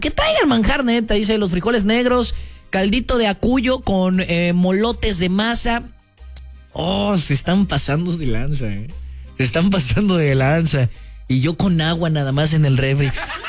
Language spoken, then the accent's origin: Spanish; Córdoba, Veracruz, Mexico; also born or lived in Orizaba; Y corrección, no soy de Orizaba, soy de Cordobaches, de la hermosa ciudad de los 29 caballeros. Eran 30, pero como me vine a vivir para acá, nada más se quedaron 29 allá. Pero también viví en Orizaguas bastante tiempo.